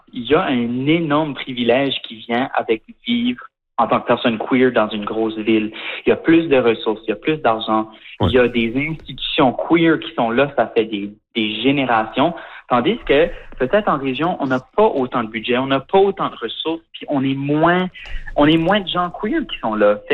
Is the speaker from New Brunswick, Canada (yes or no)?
yes; Shediac, New Brunswick, Canada; now in Montreal, Canada; Puis tu sais, moi j'ai grandi à Shediac au Nouveau-Brunswick.